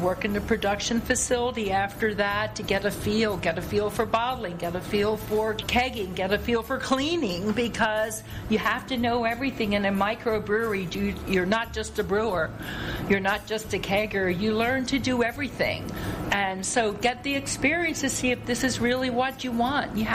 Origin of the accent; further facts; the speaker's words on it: North Carolina, United States; North Carolina. I actually pulled out of a lot of areas and focusing now in the last couple years in my home state.